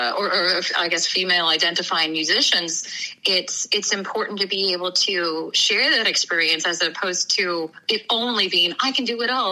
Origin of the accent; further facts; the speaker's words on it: Newfoundland and Labrador, Canada; moved away as an adult; now in Nova Scotia, Canada; I grew up pretty close to you on the other side of the street. I came from Newfoundland, and I've been in Nova Scotia now for a little over 20 years. And I, you know, grew up in a place where, you know, your community was everything.